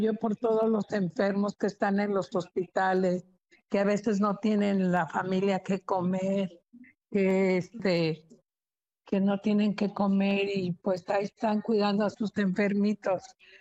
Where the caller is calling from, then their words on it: Cuernavaca, Morelos, Mexico; ¿Sabe que yo soy la señora de Cuernavaca?